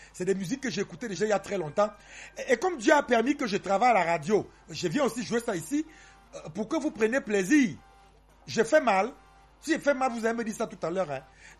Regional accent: Limbe, Southwest Region, Cameroon; moved away; j'ai grandi dans la zone anglophone. Moi, j'ai grandi à Limbé et beaucoup plus du côté de Newtown. Pour les gens qui ont vécu à Limbé, moi, j'ai habité 3 quartiers à Limbé. J'étais d'abord à Newtown, au lieu du Jumbo Palace.

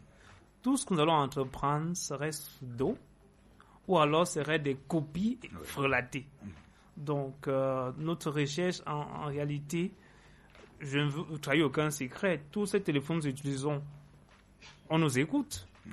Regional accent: Yaoundé, Centre, Cameroon; ma commune, celle de Yaoundé 4e

